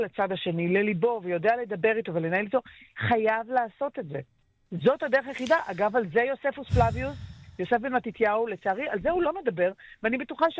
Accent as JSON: {"language": "Hebrew", "town": "Tel Aviv", "region": "Tel Aviv District", "country": "Israel", "tie": "born or raised there", "said": "שגדלתי בתל אביב, בבית חילוני, אגב, עם המון המון סממנים יהודים, אני דור עשירי בארץ ישראל"}